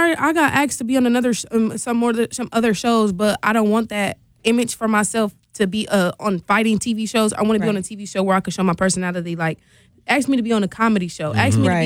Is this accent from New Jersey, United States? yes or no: no; West Palm Beach, Florida, United States; also born or lived in Milwaukee, Wisconsin; I'm from Milwaukee, but... And I moved from Milwaukee in sixth grade. I lived in West Palm Beach, Florida from sixth grade to 12th grade. I graduated and went to high school and middle school in Florida.